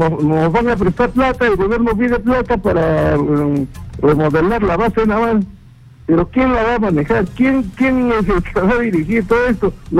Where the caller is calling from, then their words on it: Tacna, Peru; Desde Tacna.